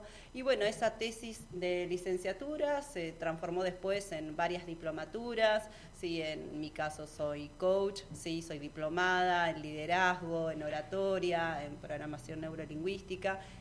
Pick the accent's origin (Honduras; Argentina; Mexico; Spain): Argentina; Puerto Madryn, Chubut; moved away as an adult; also born or lived in Buenos Aires; Yo tenía 18 años, mi sueño era estudiar en la Universidad de Buenos Aires, soy de Puerto Madryn, y me fui a estudiar a Buenos Aires